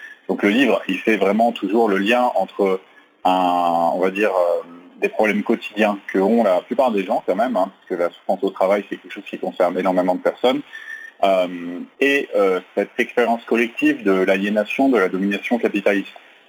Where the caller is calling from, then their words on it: Saintes, Nouvelle-Aquitaine, France; Et non, je suis chez moi, à Saintes, en Charente-Maritime.